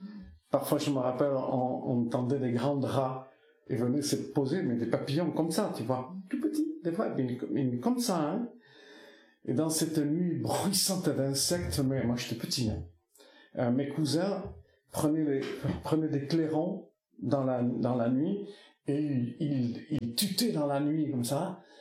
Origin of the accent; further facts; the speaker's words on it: Basque Country, France; first language Basque; French is a second language; j'ai grandi dans la culture basque. Mm-hmm. C'est-à-dire que ma première langue a été l'euskara, comme on dit, qui est ma langue maternelle, celle de mes enfants aussi, qui ont grandi dans cette langue.